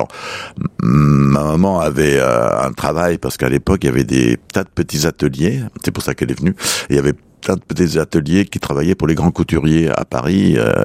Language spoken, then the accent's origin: French; Montreux, Vaud, Switzerland; now in Lyon, France; je venais du lac Léman, de Montreux, qui était vraiment la rivière à Suisse